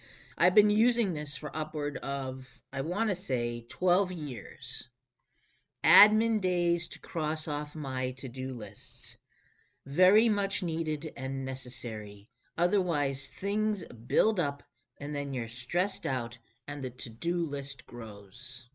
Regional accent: Florida, United States; I grew up in Florida, and I grew up fishing on a boat with my parents pretty much my whole life.

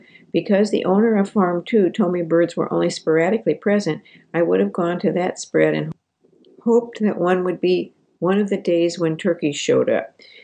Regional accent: Virginia, United States; born or raised there

